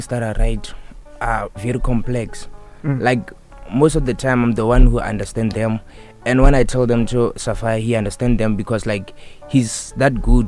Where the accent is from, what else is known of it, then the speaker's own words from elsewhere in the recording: Bochum, Limpopo, South Africa; So I'm from Bochum. Jomfana Bochum.